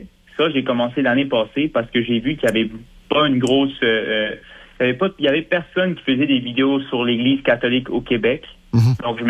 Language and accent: French; Venezuela; l'Amérique du Sud, du Venezuela.